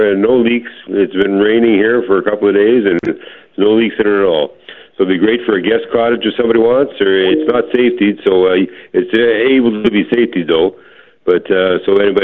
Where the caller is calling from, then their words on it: Lockport, Manitoba, Canada; Calling from Lockport area.